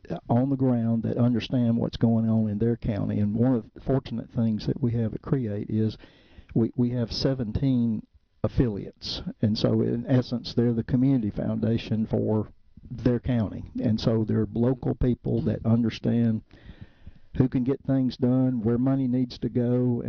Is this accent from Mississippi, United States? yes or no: yes; Amory, Mississippi, United States; I grew up in Amory